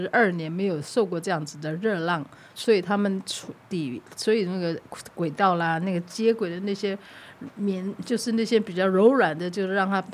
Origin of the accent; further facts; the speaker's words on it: Taiwan; 就是我在台湾出生啊，跟着爸爸妈妈，我们都是来自外地的哈，外族，可是我们还是在台湾那边很平稳、很开心、很快乐的生活。